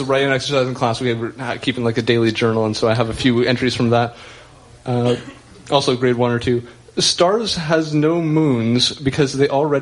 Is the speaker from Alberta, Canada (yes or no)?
yes; Alberta, Canada; I grew up in Alberta, so I am Canadian born and raised.